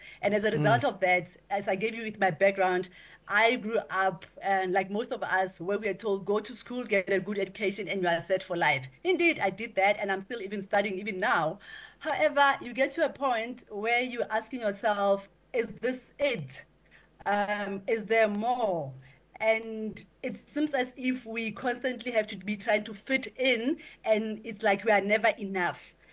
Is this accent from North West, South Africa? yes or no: yes; Zeerust, North West, South Africa; you move from high school from a rural area. I'm from Zeerust in the Northwest.